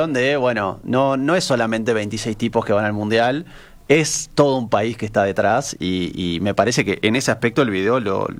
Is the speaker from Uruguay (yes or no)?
yes; Uruguay; no estamos como uruguayos tan enamorados del ciclo de Bielsa y tan enamorados del ciclo de la selección